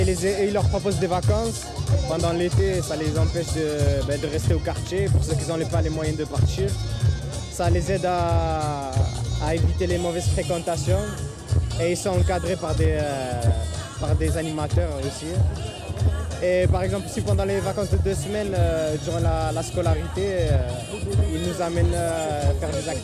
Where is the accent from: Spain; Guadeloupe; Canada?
Spain; French is a second language; now in France; Ouais, ben moi je suis espagnol à la base, du coup je suis venu en France en 2015 et ils m'ont aidé aussi à apprendre la langue